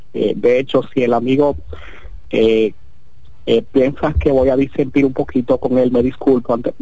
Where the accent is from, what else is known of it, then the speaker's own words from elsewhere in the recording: Dominican Republic; born there; aunque soy dominicano, obviamente, como tú, como yo, como todos, incluso de nacimiento